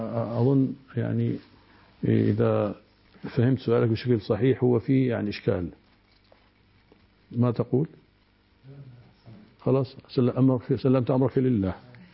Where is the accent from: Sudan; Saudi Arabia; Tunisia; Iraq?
Iraq; عندنا في العراق القاف يصير جا، يعني هاي يسميها عادات لهجية ليس لثغة